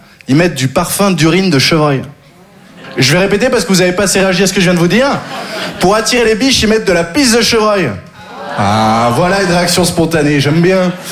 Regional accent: Occitanie, France; Je viens du sud, j'ai grandi dans le Gard.

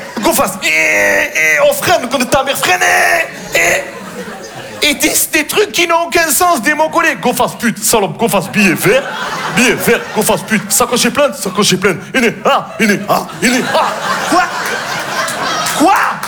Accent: Marseille, Provence-Alpes-Côte d'Azur, France

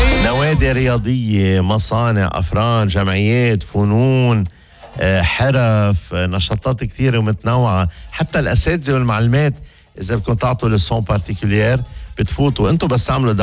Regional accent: Lebanon; انا لبناني لبناني

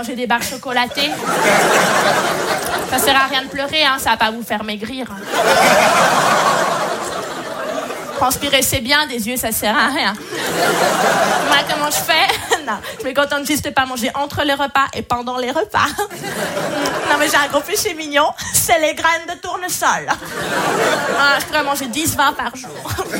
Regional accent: Switzerland; Moi, à chaque fois que je dis à un Français que je viens de Suisse, il me dit toujours la même chose.

